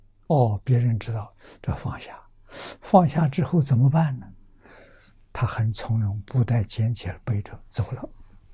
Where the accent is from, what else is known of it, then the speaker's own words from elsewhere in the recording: China; 现在我们中国人造弥勒菩萨的像